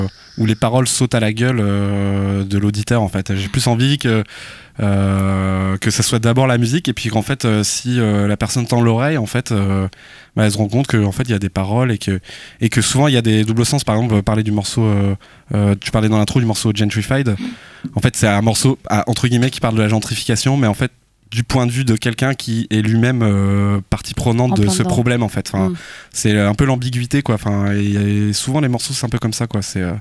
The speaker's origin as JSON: {"language": "French", "town": "Douarnenez", "region": "Brittany", "country": "France", "tie": "born or raised there", "said": "En fait, je pense déjà que si on fait de la musique, c'est grâce au fait qu'on a vécu à Douarnenez, quoi. Parce que, en partie, à Douarnenez, il y a quand même"}